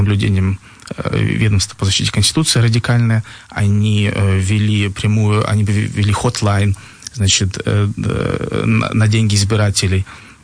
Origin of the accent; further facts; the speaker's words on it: Russia; moved away as an adult; now in Berlin, Germany; Я уехал из России, потому что меня преследовала власть.